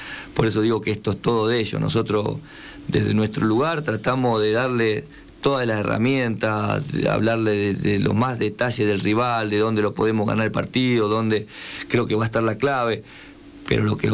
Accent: Ciudad Evita, Buenos Aires, Argentina; also born or lived in San Rafael, Mendoza / Mendoza; now in San Juan, Argentina; nací en Ciudadela. Ajá. Pero me crié en Ciudad Vita, para el lado de Ezeiza.

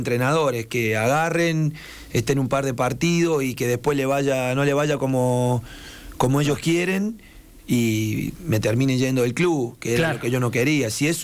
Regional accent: Idiazábal, Córdoba, Argentina; also born or lived in Buenos Aires; De Córdoba, que se llama Idiazábal. Y tiene 1.700 habitantes mi pueblo.

